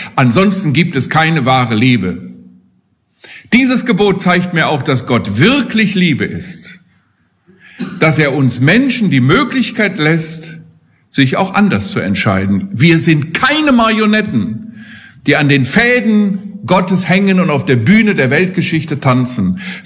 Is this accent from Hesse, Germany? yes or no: yes; Hesse, Germany; Ich komme hier aus der Nähe von Haiger.